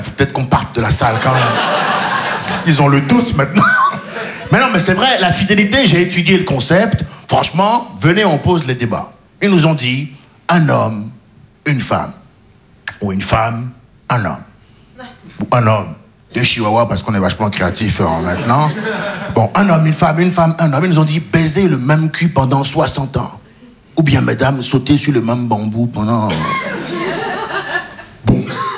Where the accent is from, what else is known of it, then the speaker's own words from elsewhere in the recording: Benin; Je me dis, je suis franco-béninois. Ouais, je me dis, maintenant, quand les impôts, ils viennent, je suis béninois.